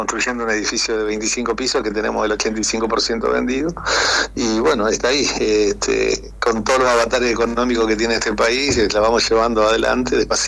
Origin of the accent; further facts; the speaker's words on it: Fray Luis Beltrán, Santa Fe, Argentina; moved away as an adult; now in San Lorenzo, Argentina; Yo soy criado en Fray Luis Beltrán, en la casa donde todavía vive mi madre, que está a punto de cumplir 94 años, allí en la calle Richeri, en Garibaldi. Y bueno, me crié ahí